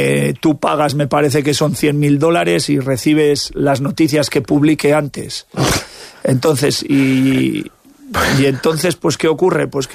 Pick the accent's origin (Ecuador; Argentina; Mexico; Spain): Spain; Fuentes de Magaña, Castile and León